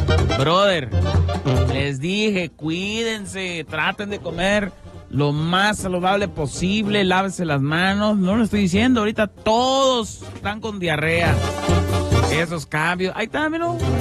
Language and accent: Spanish; Argentina; now in Mexico; porque yo también soy de Argentina, vino aquí en México a vivir un poquito